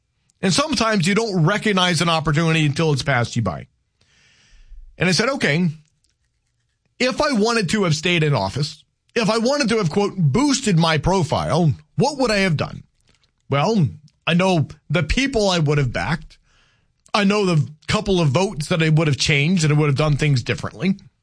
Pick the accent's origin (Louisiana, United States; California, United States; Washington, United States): Louisiana, United States; now in North Dakota, United States; I was from Louisiana. At the time, I'd only been in North Dakota like, 7 years. I've been here 17 years now.